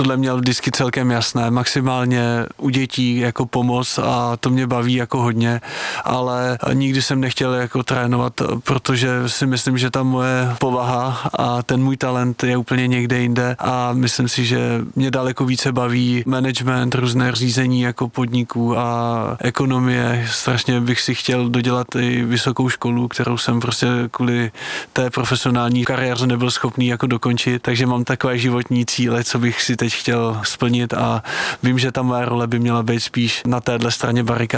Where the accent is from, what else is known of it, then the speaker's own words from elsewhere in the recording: Dolní Dobrouč, Pardubice Region, Czechia; Žiju v Dolní Dobroučí, odkud pocházím.